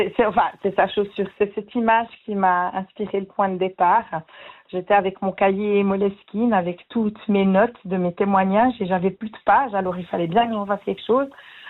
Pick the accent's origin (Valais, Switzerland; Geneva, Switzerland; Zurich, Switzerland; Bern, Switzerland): Bern, Switzerland; Saint-Imier; quand j'étais petite à Saint-Imier, il y avait beaucoup de migrants italiens qui n'étaient pas toujours bien traités. C'était dans les années 70.